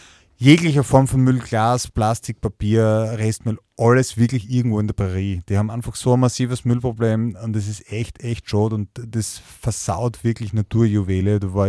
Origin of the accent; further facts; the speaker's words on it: Greece; es waren die Temperaturen auf jeden Fall in Österreich noch heißer wie bei uns in Griechenland.